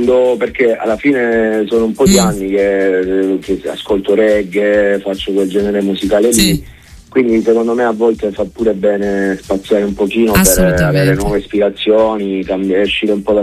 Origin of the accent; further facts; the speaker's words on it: Matino, Apulia, Italy; now in Milan, Italy; io vengo da Matino, vicino a Gallipoli